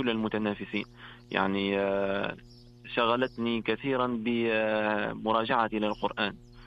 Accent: Tunisia; وأعود إلى بلدي تونس وأحفز طلبتي.

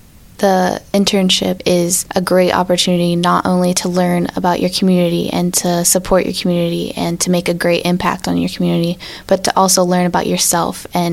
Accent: Bedford, Pennsylvania, United States; because I come from Bedford, and just talking with them taught me there's so much more in Bedford that I didn't even know about, and I grew up there.

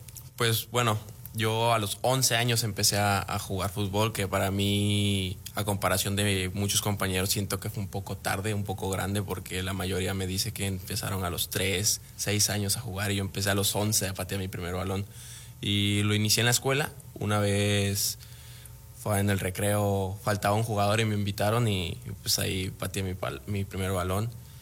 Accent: Tapachula, Chiapas, Mexico; Sí, claro, pues justo por mi niñez que vivía allá en Chiapas, en Tapachula, inicié y pues fue muy rápido el proceso

